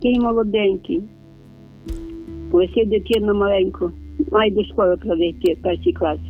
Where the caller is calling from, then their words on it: Lviv, Lviv Oblast, Ukraine; Зі Львова.